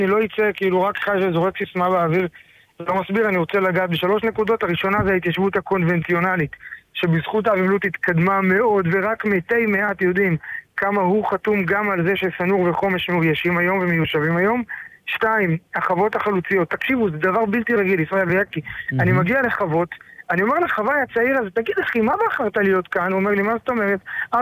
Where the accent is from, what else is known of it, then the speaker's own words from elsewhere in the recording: Kiryat Arba, West Bank, Palestine; ואני גדלתי בקירת ארבע, אני גר בשומרון